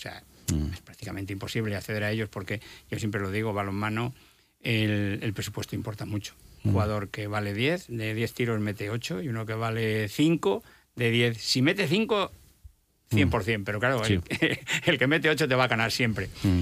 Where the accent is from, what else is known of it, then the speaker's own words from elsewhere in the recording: León, Castile and León, Spain; yo especialmente, que me considero leonés de verdad, bueno, de verdad, como todos los que hayan nacido aquí